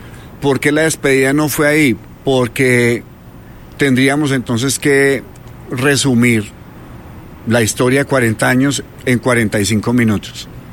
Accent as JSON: {"language": "Spanish", "town": "Medellín", "region": "Antioquia", "country": "Colombia", "tie": "born or raised there", "said": "Pero a la par, yo también crecí, mi niñez fue en Campo Valdés, que es un barrio de Medellín que también ha sido, no es un barrio pues de pudiente ni mucho menos."}